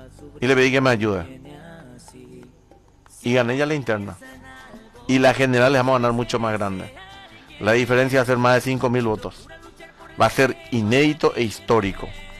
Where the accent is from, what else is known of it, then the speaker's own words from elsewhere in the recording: Paraguay; Yo en suelo paraguayo, siendo paraguayo